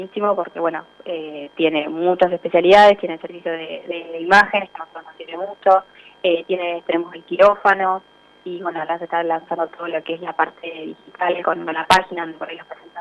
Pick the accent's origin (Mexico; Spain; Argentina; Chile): Argentina; Coronel Pringles, Buenos Aires Province; oportunidad de poder trabajar acá, que es el lugar donde yo nací, donde me crié.